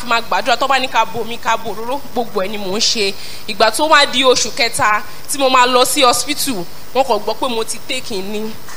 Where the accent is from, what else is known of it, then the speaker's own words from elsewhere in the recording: Ikenne, Ogun, Nigeria; mo wa lati ilu Ikene